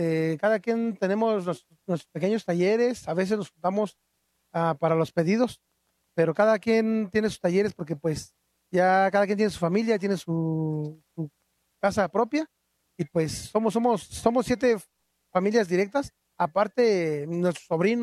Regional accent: Santiago Mezquititlán, Querétaro, Mexico; Spanish is a second language; Mi bella comunidad es indígena, orgullosamente indígena. Hablo mi lengua materna. Surge en Santiago Mezquititlán. Está dividido por 6 barrios, del 1 al 6. Pertenecemos al municipio de Amealco, Querétaro.

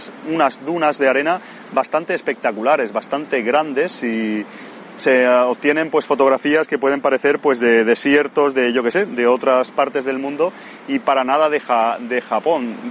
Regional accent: Barcelona, Catalonia, Spain; de Barcelona, de mi localidad natal y demás. Y estoy en Japón

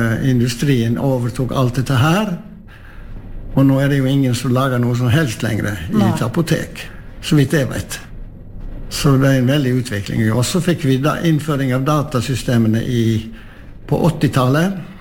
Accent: Hafslo, Vestland, Norway; Ja, för det första så är jag nog född och uppvuxen i Hafslo.

